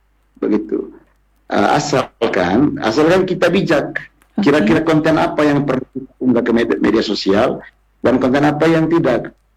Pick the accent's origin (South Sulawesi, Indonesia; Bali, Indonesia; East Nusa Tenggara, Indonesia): East Nusa Tenggara, Indonesia; Manggarai; kita orang Manggarai.